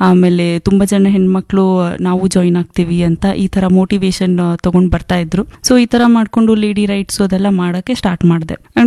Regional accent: Hubballi, Karnataka, India; ನಾನು ಹುಬ್ಬಳ್ಳಿಯಿಂದ ಬಂದಿದ್ದೀನಿ. ನಾನು ಹುಟ್ಟಿ ಬೆಳೆದಿದ್ದೆಲ್ಲ ಹುಬ್ಬಳ್ಳಿಯಲ್ಲೇ.

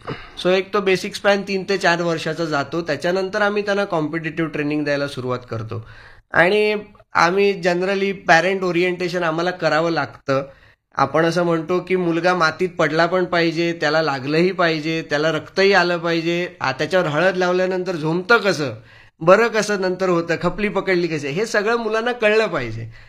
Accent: Mumbai, Maharashtra, India; मी बोरिवलीमध्ये सुविद्या प्रसारक संघाच्या सुविद्यालय शाळेमध्ये लहानाचा मोठा झालो.

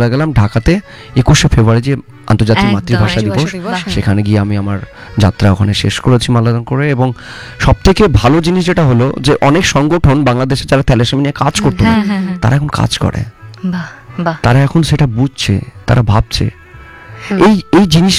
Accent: West Bengal, India; first language Bengali; আমার নিজের রাজ্যে পশ্চিমবাংলায় আমি প্রচুর সাপোর্ট পেয়েছি

